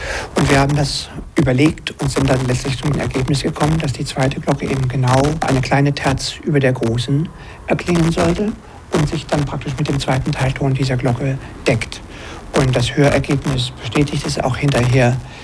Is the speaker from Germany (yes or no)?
yes; Bamberg, Bavaria, Germany; now in Westphalia, Germany; Ich bin in Bamberg groß geworden, einer Stadt, in der auf engstem Raume 21 Altstadtkirchen zusammengedrängt stehen, jede mit einer größeren Anzahl von Glocken ausgestattet.